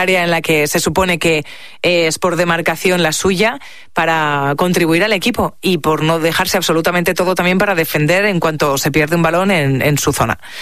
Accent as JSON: {"language": "Spanish", "country": "Spain"}